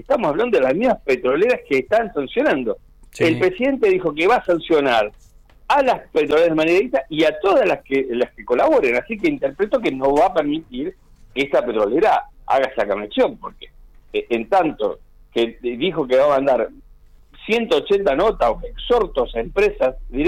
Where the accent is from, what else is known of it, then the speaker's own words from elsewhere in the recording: Patagonia, Argentina; somos patagónicos